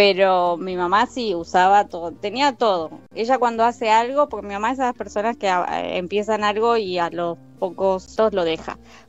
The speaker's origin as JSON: {"language": "Spanish", "town": "Trelew", "region": "Chubut", "country": "Argentina", "said": "Yo soy de Trelew, de Chubut."}